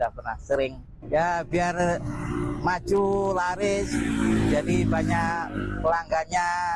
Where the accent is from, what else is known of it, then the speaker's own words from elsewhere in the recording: Indonesia; asli Grenjeng Gali Tanjung